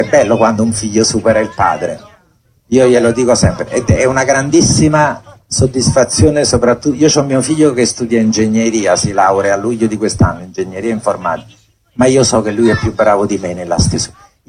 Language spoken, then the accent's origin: Italian; Naples, Campania, Italy; io non sono italiano, io sono napoletano, lo dico sempre